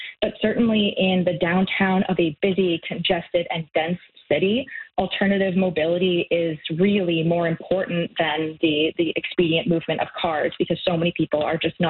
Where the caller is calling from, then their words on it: Toronto, Ontario, Canada; I live in the East End